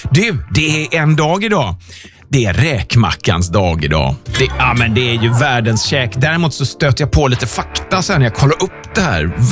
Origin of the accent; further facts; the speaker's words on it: Gothenburg, Västra Götaland County, Sweden; Som chockar mig in i min göteborgska kropp.